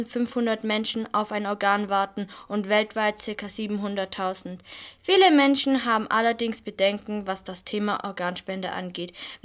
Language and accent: German; Münzingen, Germany; ich komme aus Münzingen.